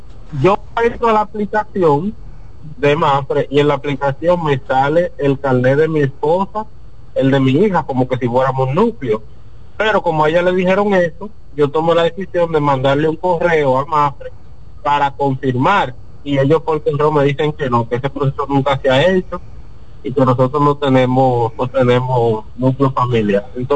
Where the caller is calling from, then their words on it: Villa Altagracia, San Cristóbal, Dominican Republic; de Villa Altagracia.